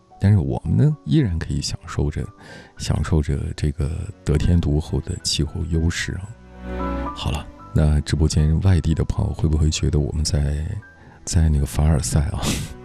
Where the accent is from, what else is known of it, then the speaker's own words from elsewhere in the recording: Kunming, Yunnan, China; 因为主播就在昆明，是不是？而且是一个土生土长的昆明人啊。